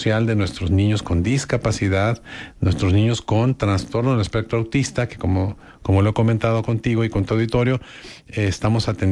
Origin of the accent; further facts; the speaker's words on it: Mexico; como sociedad mexicana, como mexicano